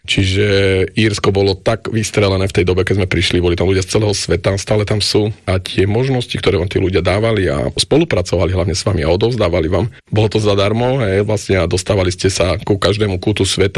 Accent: Poprad, Prešov Region, Slovakia; moved away as an adult

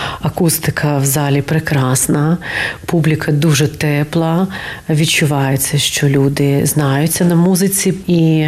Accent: Kyiv, Ukraine; Але мої корені в Києві. Я корінна киянка. Я там виросла, вивчилася і потім вже поїхала, як то кажуть, працювати за професією.

